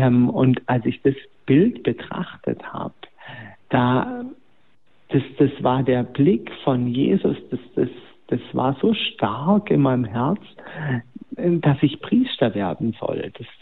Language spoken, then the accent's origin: German; Unteruhldingen, Baden-Württemberg, Germany; ich komme aus Unterulding, auf der anderen Seeseite ist Konstanz